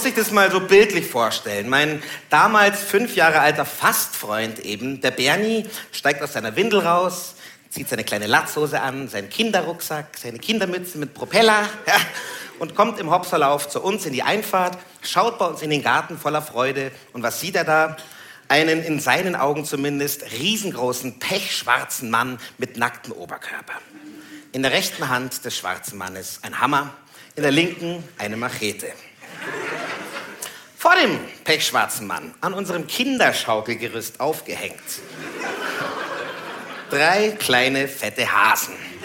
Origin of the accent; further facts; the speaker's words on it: Puchheim, Bavaria, Germany; Und ich bin auch nicht aus München eigentlich, ich bin aus Puchheim.